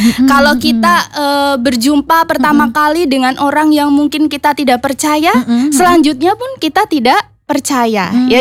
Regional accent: Pati, Central Java, Indonesia; now in Banyumas, Indonesia; Saya berasal dari Pati

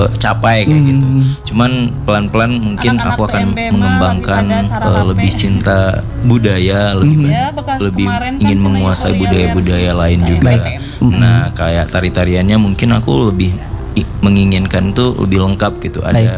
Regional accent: Minangkabau, Indonesia; saya adalah orang Minang asli.

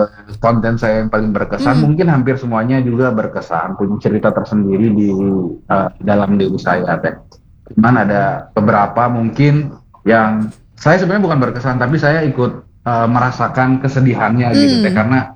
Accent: Bandung, West Java, Indonesia; jadi dulu saya besar di Bandung, di masih wilayah Bandung.

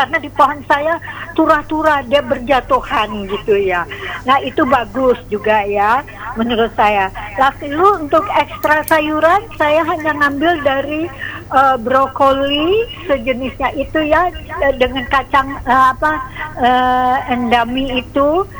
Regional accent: Lembang, West Java, Indonesia; now in Cirebon, Indonesia; sebetulnya saya dari Lembang, Bandung, tapi posisi sedang ada di Cirebon dalam rangka ziarah makam-makam wali ya.

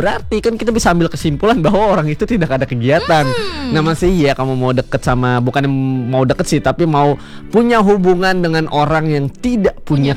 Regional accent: France; aku gede di Perancis.

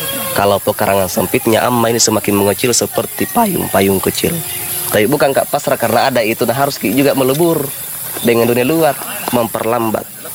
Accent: Kajang, South Sulawesi, Indonesia

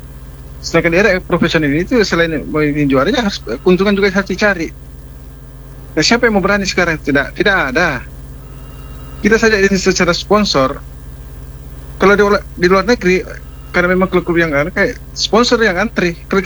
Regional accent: Makassar, South Sulawesi, Indonesia; Jadi saya sebagai warga Makassar atau Sulawesi Selatan, saya tidak bisa apa, saya bisa hanya mendoakan mudah-mudahan PSM ke depan itu lebih baik lagi.

